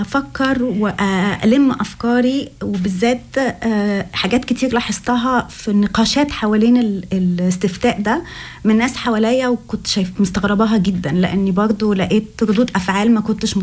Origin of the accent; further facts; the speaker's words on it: Egypt; moved away as an adult; now in Canton of Schwyz, Switzerland; من مصر، بقالي عايشة هنا في سويسرا 22 سنة. أخذت الجنسية أو الباسبور السويسري من أكتر من 10 سنين وعايشة هنا في كانتون شفيتس.